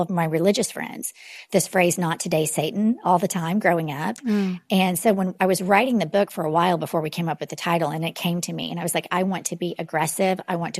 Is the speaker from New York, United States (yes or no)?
no; Oklahoma City, Oklahoma, United States; I was raised in Oklahoma City, and I have very progressive parents that are atheists. And that was kind of a unicorn existence in the Bible Belt.